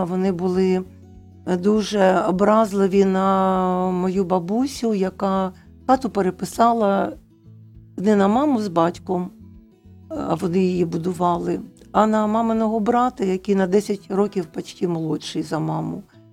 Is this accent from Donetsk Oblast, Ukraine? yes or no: yes; Torez, Donetsk Oblast, Ukraine; Я народилася у місті Торезі. Сьогодні він стару свою назву має у нас на Україні, називається Чистяково.